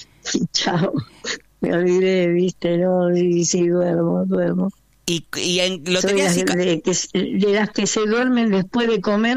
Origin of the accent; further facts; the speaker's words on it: Chubut, Argentina; born there; moved away; Yo soy de Chubut. Soy en mi provincia de Chubut. Nací en Chubut.